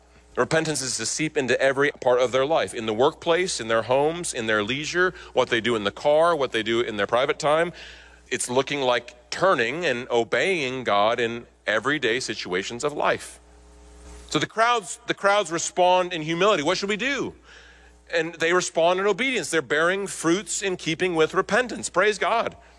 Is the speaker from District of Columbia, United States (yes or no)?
no; Nebraska, United States; there was this revival meeting that would happen out in the cornfields where I grew up in Nebraska.